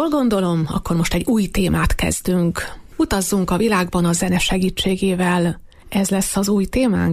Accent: Hungary; mivel magyar emberek vagyunk

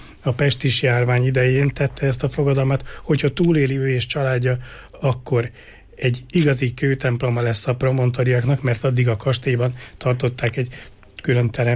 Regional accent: Budapest, Hungary; born there; moved away; Budafokon az első templom, ahonnan származom, Péter Pál nevét viselte.

